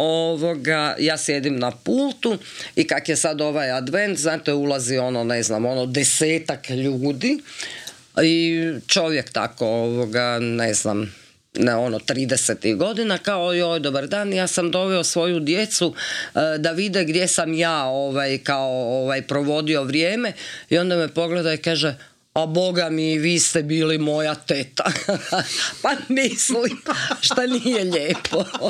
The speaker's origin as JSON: {"language": "Croatian", "town": "Slavonski Brod", "region": "Brod-Posavina County", "country": "Croatia", "moved": "yes", "said": "ja sam iz Slavonskog Broda"}